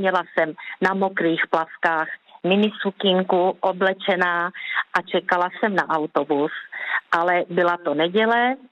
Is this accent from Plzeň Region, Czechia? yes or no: no; South Moravian Region, Czechia; jsem z Jižní Moravy od Hodonína z Podluží.